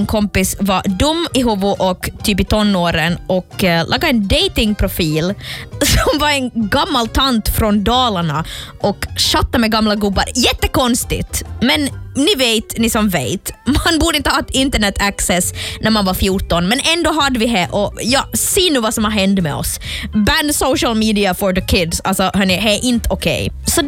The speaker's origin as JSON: {"language": "Swedish", "region": "Ostrobothnia", "country": "Finland", "accent": "like Norrland", "said": "man har ju ganska mycket gemensamt med norrlänningarna när man kommer från typ Österbotten. Vi låter lite likadant. Jag får ibland frågan i Sverige om jag är norrlänning, och så får jag också frågan om jag är från Dalarna."}